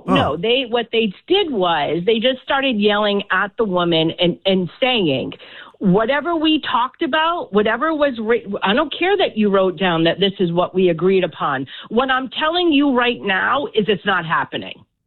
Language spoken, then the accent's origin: English; Barrington, United States; moved away; to be part of the Italian Catholic community. I'm originally from Barrington, so that's where my Italian heritage came from.